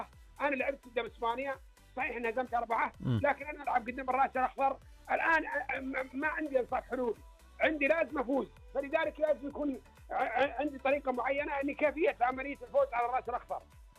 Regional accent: Saudi Arabia; أنا كمدرب سعودي واللاعب يعني من نفس الجنسية

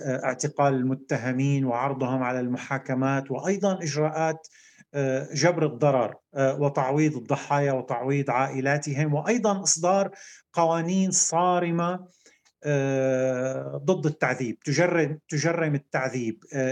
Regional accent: Syria; بلدنا سوريا

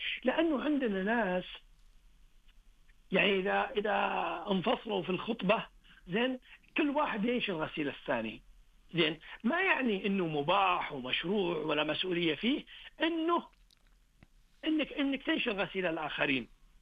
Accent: Saudi Arabia; كمسلمين، كعرب، كسعوديين.

